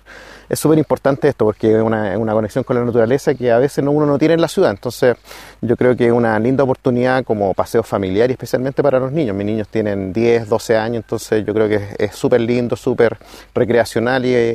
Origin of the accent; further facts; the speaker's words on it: Santiago, Santiago Metropolitan Region, Chile; Nosotros somos una familia que vivimos 100% Santiago, nacido y criado en Santiago